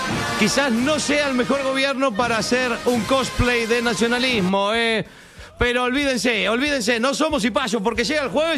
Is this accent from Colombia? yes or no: no; Argentina; ¡Somos argentinos, carajo!